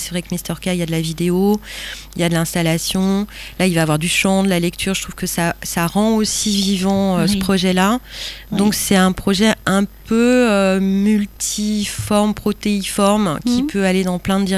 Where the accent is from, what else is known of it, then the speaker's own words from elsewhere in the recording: Île-de-France, France; moved away as an adult; now in Sète, France; au départ de région parisienne, mais je vis à Sète depuis 3 ans, dans le sud de la France.